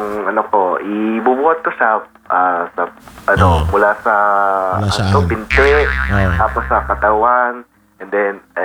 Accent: Quezon City, Metro Manila, Philippines; kahit taga QC ako, hindi naman ako nag-aral dito

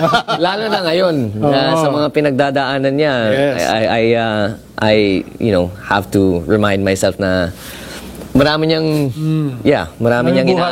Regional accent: United Kingdom; now in Philippines; Lumaki kami sa UK.

